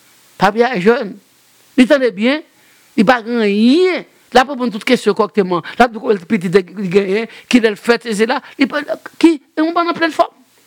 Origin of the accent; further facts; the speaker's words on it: Haiti; mais je suis haïtien.